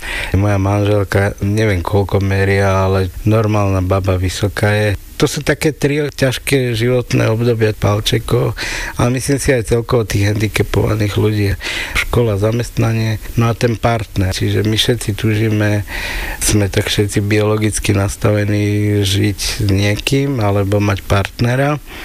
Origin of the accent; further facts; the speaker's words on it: Prievidza, Trenčín Region, Slovakia; u nás v Prievidzi